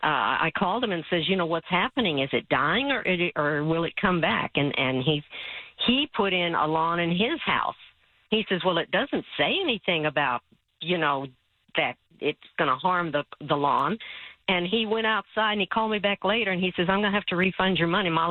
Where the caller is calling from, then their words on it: Windcrest, Texas, United States; The Windcrest area.